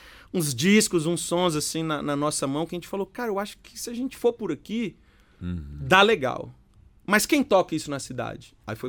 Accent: Núcleo Bandeirante, Federal District, Brazil; sou do Núcleo Bandeirante, né? Que é uma cidade pequenininha, né? O nosso bairrinho ali.

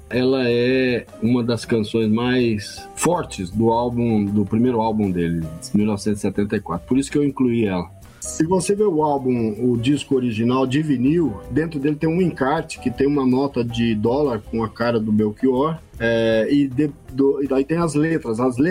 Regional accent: Sumé, Paraíba, Brazil; Mas eu não sou de lá, eu sou de Sumé. Eu nasci em Sumé, mas minha mãe registrou em Campina Grande.

